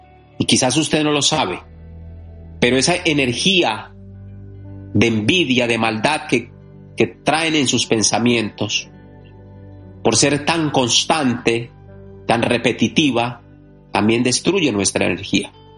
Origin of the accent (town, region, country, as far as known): Catemaco, Veracruz, Mexico